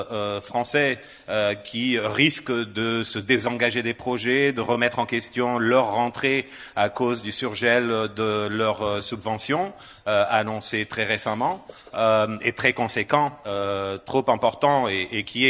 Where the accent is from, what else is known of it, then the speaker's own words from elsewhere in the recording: Portugal; French is a second language; now in Avignon, France; je le dis en tant que Portugais, même si Avignonais en construction